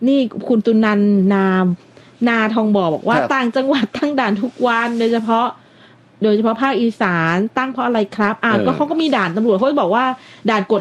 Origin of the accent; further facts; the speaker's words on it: Pattani, Thailand; now in Bangkok, Thailand; ส่วนดิฉันถึงแม้อาศัยอยู่ในกรุงเทพแต่ดิฉันก็มีความเป็นคนปัตตานี